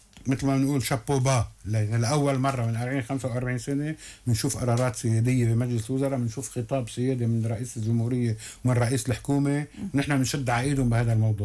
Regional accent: Lebanon; أنا ماني مضطر كلبناني

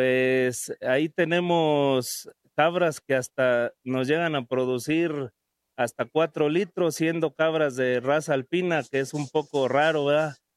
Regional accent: Bernal, Querétaro, Mexico; Somos del estado de Querétaro, del municipio de Ezequiel Montes, de la delegación de Peña de Bernal.

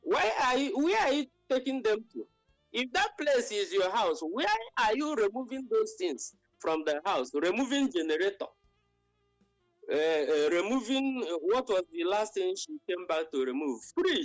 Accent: Ezeagu, Enugu State, Nigeria; We are from Amankwowi.

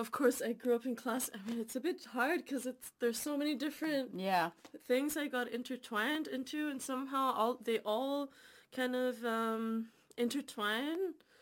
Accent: Canada; Oh, where are you from? Oh yeah, I'm Canadian. Oh no, where are you actually? I'm Kurdish.

